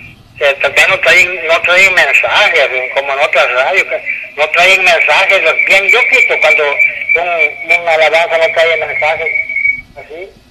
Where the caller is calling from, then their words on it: Chalatenango, El Salvador; De aquí de Chalatenango, hermano.